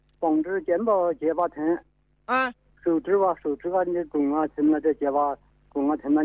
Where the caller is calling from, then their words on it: Tianmen, Hubei, China; 我是天门托市下场。